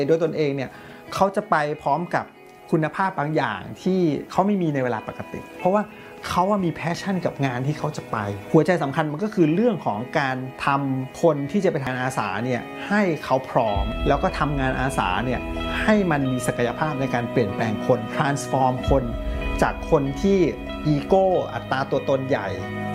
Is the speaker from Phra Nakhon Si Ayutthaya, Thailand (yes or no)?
no; Bangkok, Thailand; born or raised there